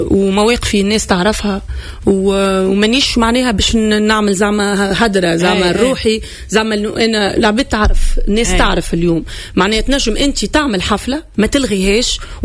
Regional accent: Tunisia; تسأل فينا كتونسية

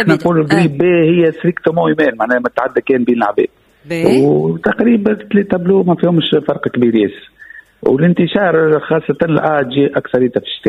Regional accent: Tunisia; عندنا في تونس

